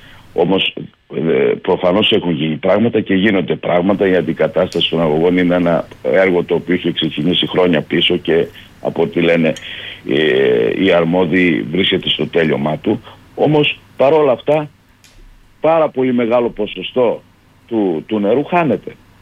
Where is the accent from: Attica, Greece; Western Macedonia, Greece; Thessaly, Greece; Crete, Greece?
Crete, Greece; Heraklion; είμαι δημότης Ηρακλείου